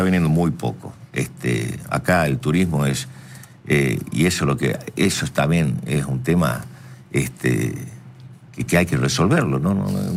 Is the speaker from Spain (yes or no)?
no; Tucumán, Argentina; Que yo siempre, como tucumanos siempre nos peleamos cuál es más rica, si la tucumana o la salta.